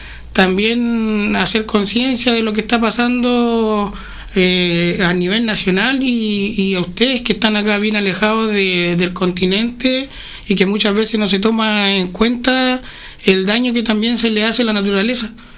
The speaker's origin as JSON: {"language": "Spanish", "town": "Puerto Montt", "region": "Los Lagos", "country": "Chile", "said": "como decía, vengo de Puerto Montt"}